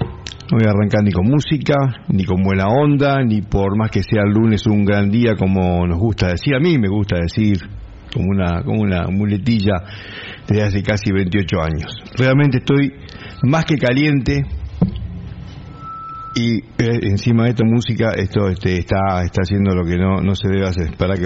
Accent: Punta Alta, Buenos Aires Province, Argentina; porque somos de Punta Alta. Soy de Punta Alta, nací acá

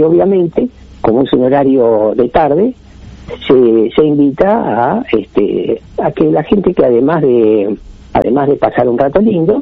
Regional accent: Argentina

